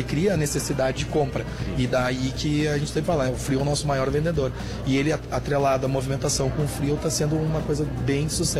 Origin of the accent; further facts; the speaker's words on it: Picada Café, Rio Grande do Sul, Brazil; eu sou de Picada Café, eu subo todo dia pra cá